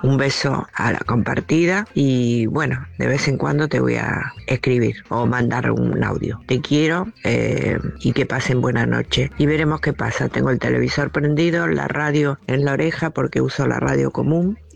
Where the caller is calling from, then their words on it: Ituzaingó, Buenos Aires Province, Argentina; soy de Ituzaingó.